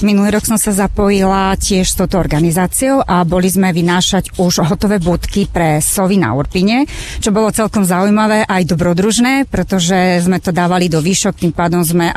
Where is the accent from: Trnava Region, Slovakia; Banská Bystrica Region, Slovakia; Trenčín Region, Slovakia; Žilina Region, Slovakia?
Banská Bystrica Region, Slovakia; Banská Bystrica; ja som rodená Bystričanka